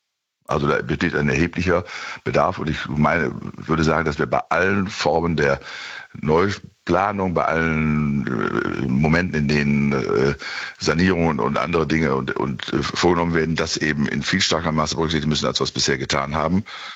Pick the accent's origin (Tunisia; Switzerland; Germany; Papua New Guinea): Germany; Bielefeld, North Rhine-Westphalia; born or raised there